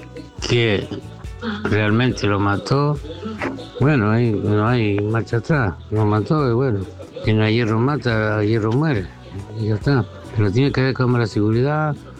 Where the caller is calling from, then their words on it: Lomas de Zamora, Buenos Aires Province, Argentina; de Santa Marta, Loma de Zamora.